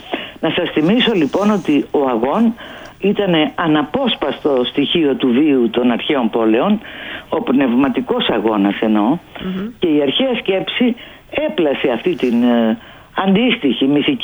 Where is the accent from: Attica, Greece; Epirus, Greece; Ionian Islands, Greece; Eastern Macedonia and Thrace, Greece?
Ionian Islands, Greece; Kefalonia; είμαι από την Κεφαλονιά